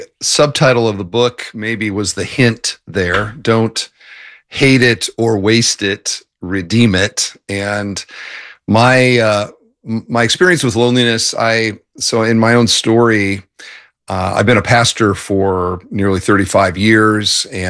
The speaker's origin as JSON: {"language": "English", "town": "Cedar Falls", "region": "Iowa", "country": "United States", "tie": "born or raised there", "said": "The John Deere's Product Engineering Center is in Waterloo. And so my dad from Michigan moved there, and I grew up there."}